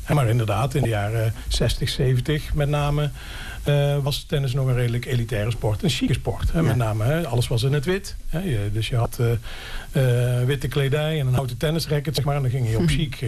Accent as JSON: {"language": "Dutch", "country": "Netherlands", "tie": "born there", "moved": "yes", "said": "Ik kom oorspronkelijk uit Marezen."}